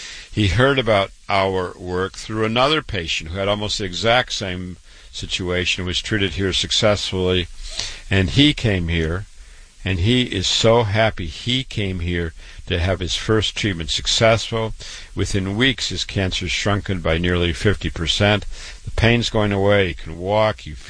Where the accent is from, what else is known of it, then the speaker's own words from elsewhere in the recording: Waterloo, Iowa, United States; born and raised in Waterloo, Iowa, went to university, medical school in Iowa, MD at 25